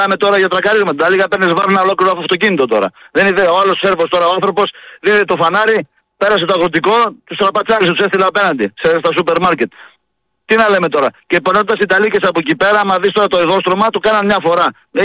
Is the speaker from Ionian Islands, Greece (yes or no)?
no; Katerini, Central Macedonia, Greece; Κατερινιώτης του Ζάγια μου, έχω δρόμο στην Κατερίνα. Η πόλη της Λακούβας, αδερφέ. Άκου να δεις σκηνικό στην πόλη μου